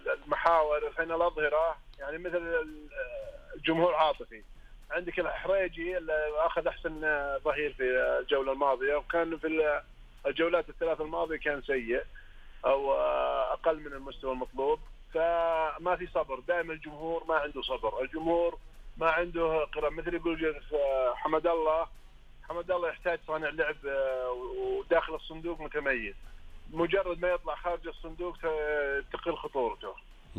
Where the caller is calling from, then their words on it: Buraydah, Al-Qassim, Saudi Arabia; أنا من القصيم بريد،